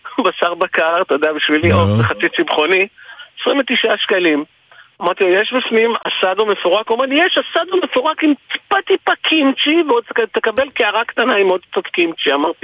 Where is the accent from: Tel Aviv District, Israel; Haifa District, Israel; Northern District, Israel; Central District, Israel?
Tel Aviv District, Israel; Givatayim; אני גדלתי בדרום גבעתיים. את שנות הילדות שלי והנערות שלי עברתי שם, קצה שנות הנערות שלי עברתי שם